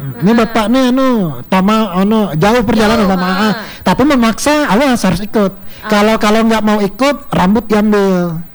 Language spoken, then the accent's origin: Indonesian; East Kalimantan, Indonesia; Nah ya itu nanti kalau menurut kepercayaan kita orang Kutai, itu nanti kita enggak dapat ikan gitu.